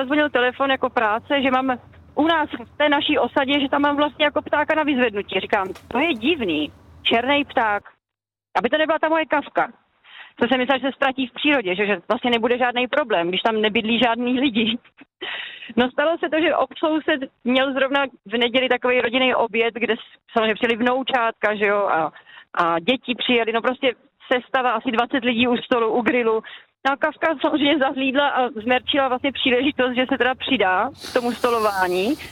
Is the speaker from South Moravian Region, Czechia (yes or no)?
yes; Brno, South Moravian Region, Czechia; moved away as an adult; now in Jeseníky, Czechia; Já jsem teda původem z Brna a já jsem se přestěhovala po letech v Brně právě do Jeseníku do takové chatarské osady